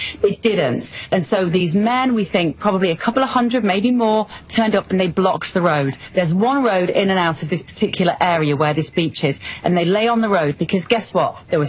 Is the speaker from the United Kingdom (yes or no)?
yes; United Kingdom; and it was, honestly, as a Brit, it was remarkable to see